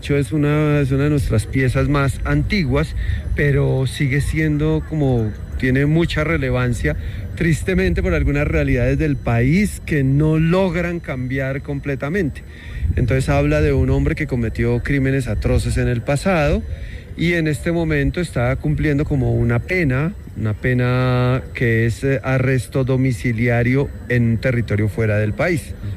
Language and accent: Spanish; Boyacá, Colombia; yo soy hijo boyacense.